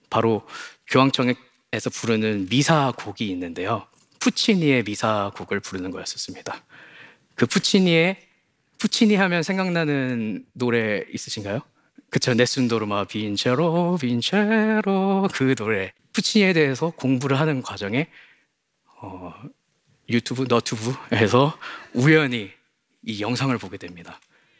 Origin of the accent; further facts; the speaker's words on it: South Korea; moved away; 저는 여전히 한국에서 온 그냥 동양인이었어요.